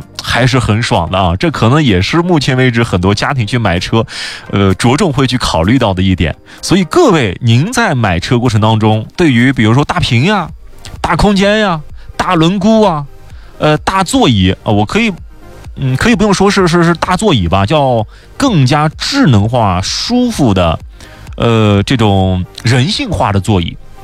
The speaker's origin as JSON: {"language": "Chinese", "country": "China"}